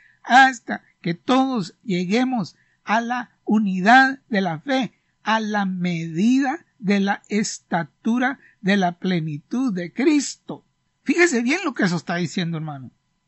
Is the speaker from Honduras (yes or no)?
yes; Honduras; yo soy de Honduras